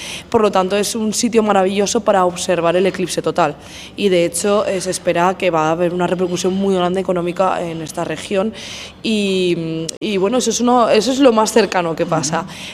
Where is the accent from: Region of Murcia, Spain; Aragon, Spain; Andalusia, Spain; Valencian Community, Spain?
Aragon, Spain